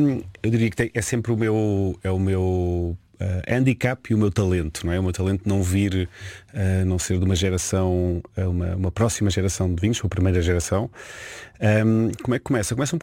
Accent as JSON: {"language": "Portuguese", "region": "Lisbon", "country": "Portugal", "tie": "born there", "said": "nasci em Lisboa"}